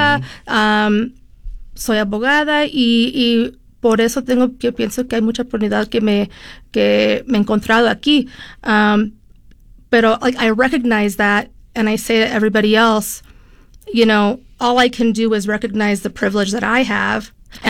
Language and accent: Spanish; Mexico; moved away as an adult; now in Utah, United States